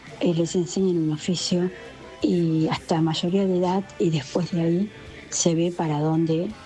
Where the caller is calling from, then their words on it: Paso del Rey, Buenos Aires Province, Argentina; Hola, buenas noches, se escucha siempre … de Paso del Rey.